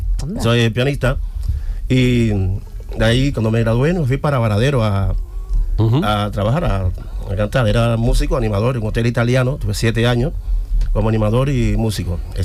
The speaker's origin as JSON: {"language": "Spanish", "town": "Córdoba", "region": "Andalusia", "country": "Spain", "lives_now": "Italy", "said": "No, que yo soy de Córdoba, bueno, gallega, da igual."}